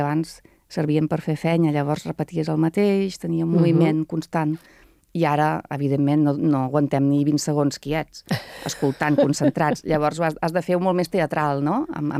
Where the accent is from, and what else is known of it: Catalonia, Spain; moved away; also born or lived in Belgium